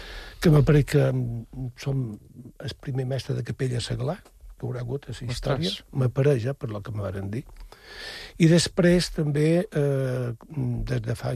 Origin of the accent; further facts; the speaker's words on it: Sant Joan, Balearic Islands, Spain; enguany el meu poble de Sant Joan ha celebrat els 50 anys de la coral de Sant Joan.